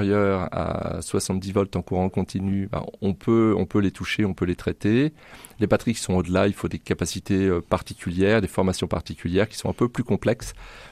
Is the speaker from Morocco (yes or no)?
no; France; on est français quand même